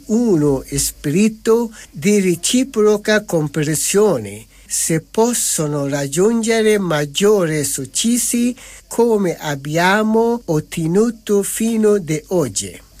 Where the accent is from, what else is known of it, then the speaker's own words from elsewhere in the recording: Afghanistan; Italian is a second language; moved away as an adult; now in Italy; Nel mio paese d'origine, l'Afghanistan, ero un attore cinematografico.